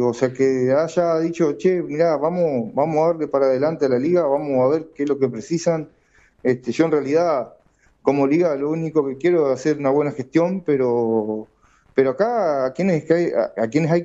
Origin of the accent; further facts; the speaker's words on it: Salta, Argentina; acá somos todos salteños